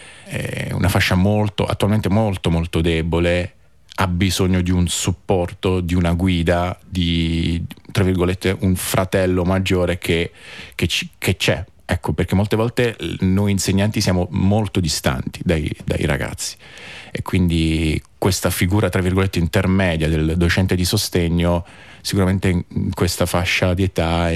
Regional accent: Apulia, Italy; moved away as an adult; also born or lived in Campobasso; now in South Tyrol, Italy; io sono pugliese, quindi ho studiato relativamente vicino casa

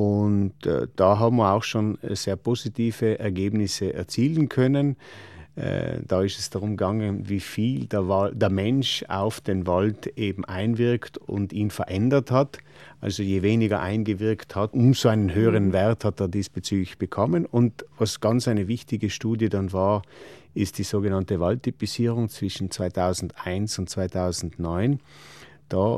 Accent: Trentino-Alto Adige, Italy

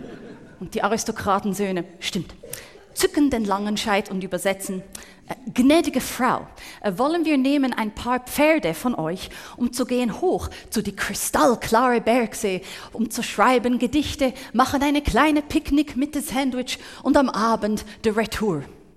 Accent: Switzerland; als Schweizerin

